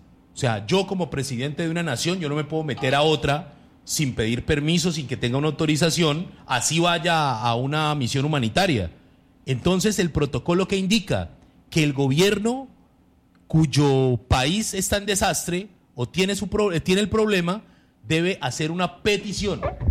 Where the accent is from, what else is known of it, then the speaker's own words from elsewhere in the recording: Colombia; Hoy somos colombianos